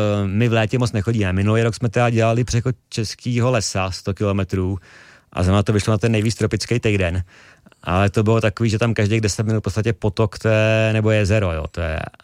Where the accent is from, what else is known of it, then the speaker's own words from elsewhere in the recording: South Bohemian Region, Czechia; jsme startovali z Tábora přes Bechyň do Protivína, Bavorov, Vodňany, to je asi nějakých taky přes 100 kilometrů kraje mýho dětství, kde vlastně se narodili moji rodiče.